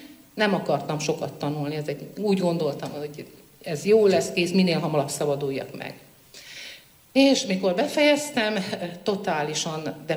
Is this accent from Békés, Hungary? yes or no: yes; Békés, Hungary; born there; also born or lived in Heves County, Hungary; gyerekkoromban is éveket itt töltött, illetve éveket Hevesen töltöttünk, mert ott éltünk, de éveket itt Békésen töltöttünk. Másodikos volt, amikor ide költöztünk.